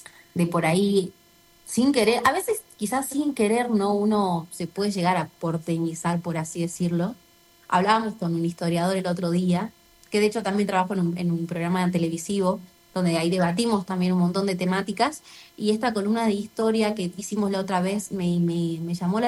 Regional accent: Salta, Argentina; soy yo de Salta

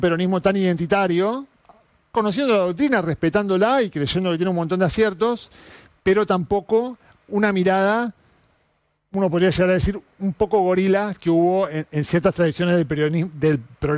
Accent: Argentina; cómo nos pensamos nosotros como argentinos

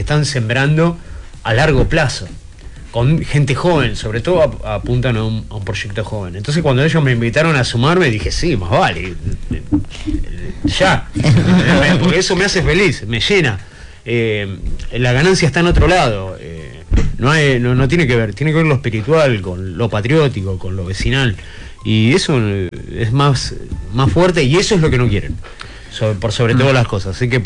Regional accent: Buenos Aires, Argentina; A mí me han dicho, amigos, vos sos de... ¿Cómo se nota que sos de La Boca?

